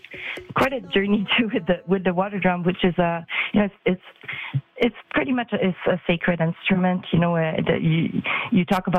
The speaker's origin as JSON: {"language": "English", "town": "Gatineau", "region": "Quebec", "country": "Canada", "tie": "born or raised there", "said": "because I used to live, I grew up in Gatineau. When I was really, really young, my dad had to move to near Ottawa for work."}